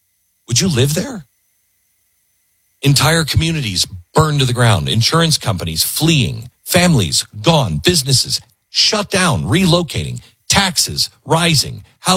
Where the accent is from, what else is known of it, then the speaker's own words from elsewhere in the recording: Mount Vernon, Washington, United States; I grew up in, don't hold this against me, I grew up in the Seattle area, Mount Vernon, Washington, a little teeny town north of Seattle.